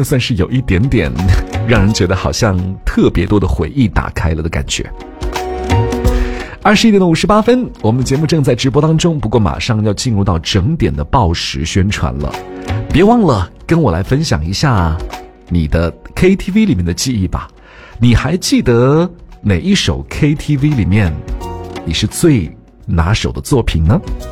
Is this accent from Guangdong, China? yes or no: yes; Guangdong, China; born there; moved away; 我自己呢，是也在广东生活过一段时间，而且是在青春时期，就等于是在广东长大的，所以呢，我自己呢，是相对来是会比较对粤语比较熟悉的。